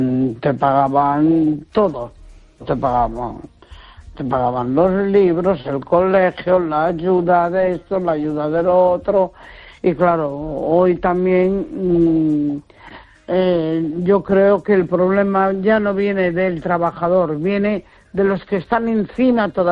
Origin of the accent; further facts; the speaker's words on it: Neda, Galicia, Spain; Hola, buenas noches, Esther.